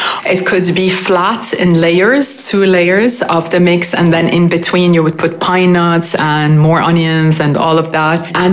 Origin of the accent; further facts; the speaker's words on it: Lebanon; moved away as an adult; now in Ireland; I grew up in Lebanon